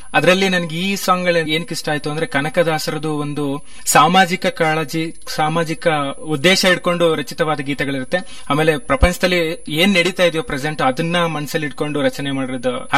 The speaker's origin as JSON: {"language": "Kannada", "town": "Holehonnur", "region": "Karnataka", "country": "India", "tie": "born or raised there", "said": "ನಂದು ಹುಟ್ಟೂರು ಬಂದು ಹೊಳೆಹೊನ್ನಪುರ."}